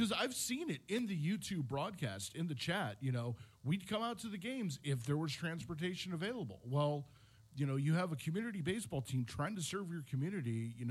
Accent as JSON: {"language": "English", "region": "California", "country": "United States", "tie": "born or raised there", "also_born_or_lived": "Atlanta, Georgia / Boise, Idaho", "moved": "as an adult", "lives_now": "Chautauqua County, New York, United States", "said": "growing up in California and living in Atlanta and then Boise, Idaho"}